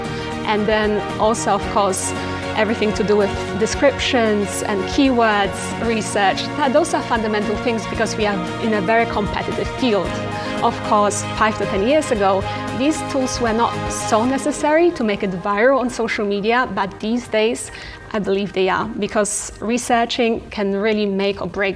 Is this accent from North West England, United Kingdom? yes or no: no; East of England, United Kingdom; I'm from Hertfordshire.